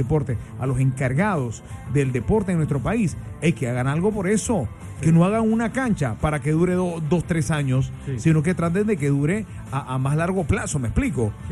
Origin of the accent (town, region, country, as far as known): Panama